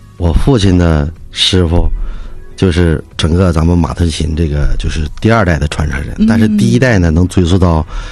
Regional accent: Jilin, China; also born or lived in Inner Mongolia; 我呢是生在内蒙古，但是我是长在咱们吉林省，所以呢就是说吉林省是我的第二故乡。

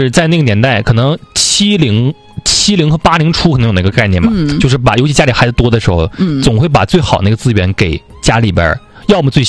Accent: Northeast China, China

